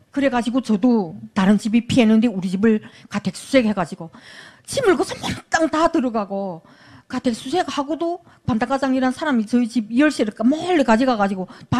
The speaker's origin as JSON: {"language": "Korean", "country": "North Korea", "moved": "as an adult", "lives_now": "South Korea"}